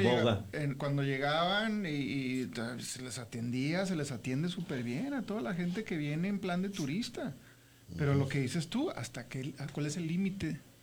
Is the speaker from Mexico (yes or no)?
yes; Mexico; nosotros como mexicanos.